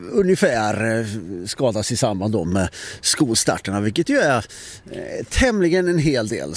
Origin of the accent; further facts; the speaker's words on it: Sweden; i Reimre där jag växte upp, där fanns det inga övergångsställen när jag växte upp.